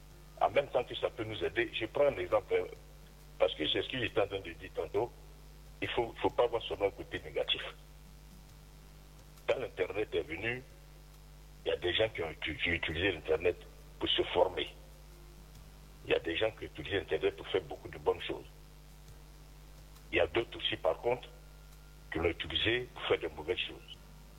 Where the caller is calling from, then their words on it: Abidjan, Côte d’Ivoire; Je appelle de Yopougon.